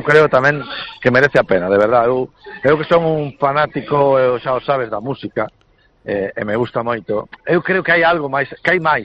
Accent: Bañobre, Galicia, Spain; se o digo polo meu pueblo, non? Bañobre, quer dicir, non somos nin concello, temos unha verbena, non?

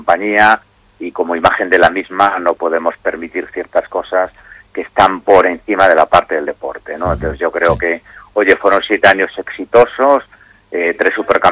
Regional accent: Asturias, Spain; now in Galicia, Spain; No, que va, yo soy asturiano.

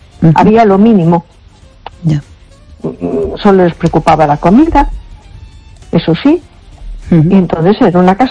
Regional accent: A Coruña, Galicia, Spain; Buenas noches … de Coruña.

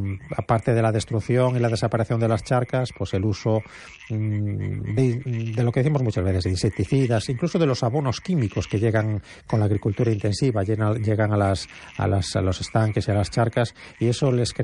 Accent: Galicia, Spain

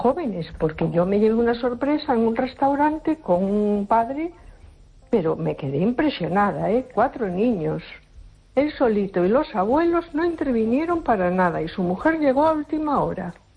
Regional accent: A Coruña, Galicia, Spain

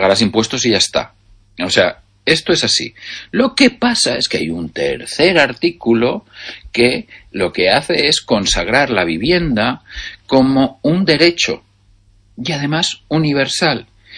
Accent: Zaragoza, Aragon, Spain; o volviera a mi ciudad natal, que es Zaragoza, yo desearía vivir donde había vivido toda mi vida

